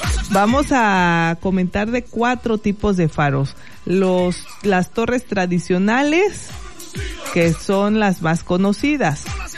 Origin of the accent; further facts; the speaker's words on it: Tonalá, Chiapas, Mexico; los que somos de aquí de Tonalá